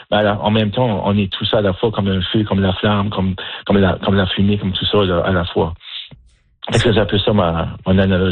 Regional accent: Canada; je suis acadien, je suis père de famille, tout ça.

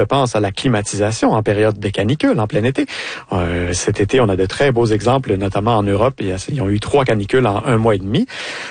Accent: Quebec, Canada; Moi, j'ai grandi en Gaspésie, dans la baie des Chaleurs

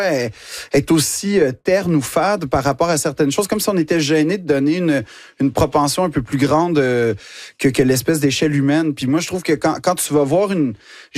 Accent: Quebec, Canada; J'essaie de si il me regarde de haut du fait que je suis Québécois

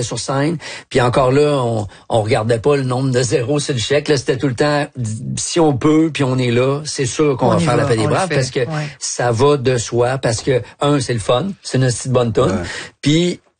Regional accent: Quebec, Canada; moi, je disais, moi, je viens du Québec, mes parents viennent de la Côte-Nord

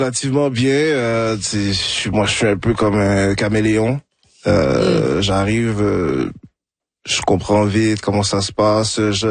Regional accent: Cameroon; Ouais, la famille, mais après c'est mon pays d'origine. Quand même, c'est la culture camerounaise

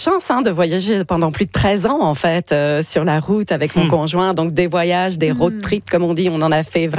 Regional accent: France; moved away as an adult; also born or lived in New Zealand; now in Canada; je suis française

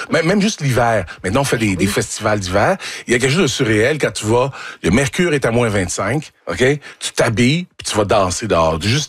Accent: Quebec, Canada; Tu sais, moi, j'ai grandi en Mauricie, OK?

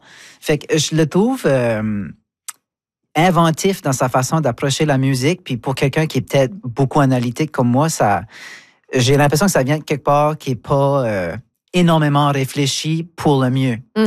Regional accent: Memramcook, New Brunswick, Canada; moi, je viens de Mimran Cook. Puis, Mimran Cook, déjà, est un lieu assez spécial avec ses gens, puis ses bonnes vieilles coutumes.

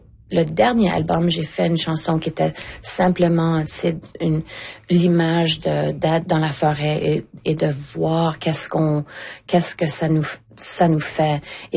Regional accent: Eastern Canada, Canada; now in Vancouver, Canada; je viens de l'Est du Canada

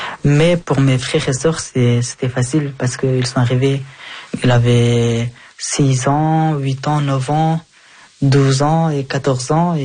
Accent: Afghanistan; now in Belgium; Oui, oui, j'ai eu ma nationalité depuis l'année passée. Je suis plus afghan maintenant, je suis Belge.

